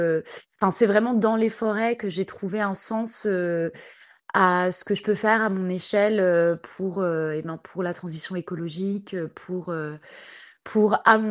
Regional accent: Bourgogne-Franche-Comté, France; moi, j'ai grandi en Franche-Comté, donc dans une région très forestière. Donc, c'est vrai que les arbres font partie de mes paysages, on va dire, d'enfance. Après, bon, j'étais quand même urbaine hein, déjà à l'époque

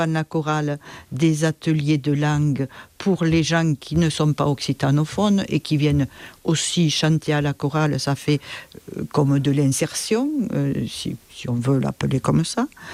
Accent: Normandy, France; born there; Moi, je suis née par accident en Normandie.

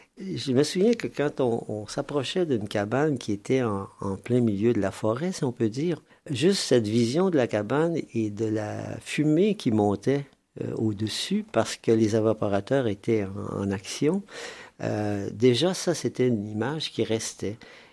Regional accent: Quebec, Canada; ma région natale, la Mauricie

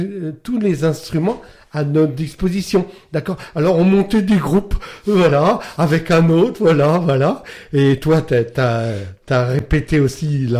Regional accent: Hérouville-Saint-Clair, Normandy, France; Alors moi j'étais punk d'Hérouville-Saint-Clair, d'accord, un petit punk, voilà.

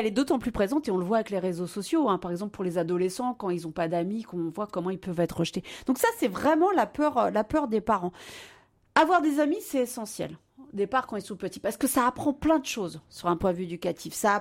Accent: Pays de la Loire, France; now in L'Île-d'Olonne, France; je suis moi-même vendéenne, donc puisque je suis à l'Île-d'Olonne à côté des Sables-d'Olonne.

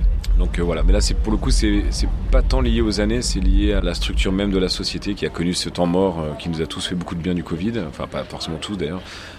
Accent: eastern France, France; Je viens de l'Est de la France, donc je crois que la proximité de l'Allemagne fait qu'on est très rigoureux.

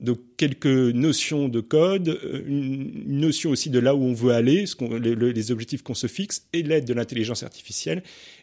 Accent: Brittany, France; moved away as an adult; now in Nancy, France; moi je ne suis pas lorrain ni alsacien là-bas, je suis breton, nul n'est parfait, mais je me suis rendu compte quand je suis arrivé à Nancy il y a quelques années

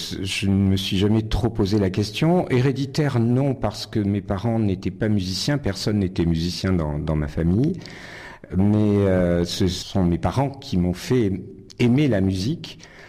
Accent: Nice, Provence-Alpes-Côte d'Azur, France; Exactement, puisque je suis né et j'ai grandi à Nice. Mes parents étaient niçois également, d'origine italienne.

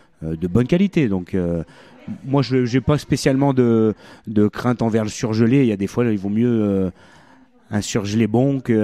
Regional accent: Bourg-Argental, Auvergne-Rhône-Alpes, France; moi j'ai grandi à Bourg-Argental, j'ai fait jusqu'à mon collège, je sais que c'est un village tranquille

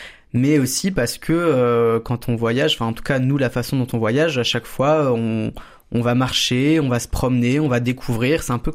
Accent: Montpellier, Occitanie, France; also born or lived in Saint-Aunès / Brussels (family origin); je suis né à Montpellier, je vis à Saint-Aunès aujourd'hui, et j'ai fait toute ma scolarité entre Saint-Aunès, où j'étais à l'école élémentaire, et Montpellier, où j'étais au collège et maintenant au lycée

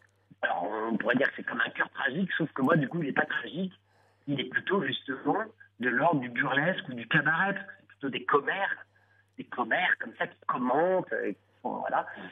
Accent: Rennes, Brittany, France; moved away; je ne suis pas du tout du monde rural. Moi, je suis un petit citadin de Rennes, au départ. Ma mère venait de la campagne

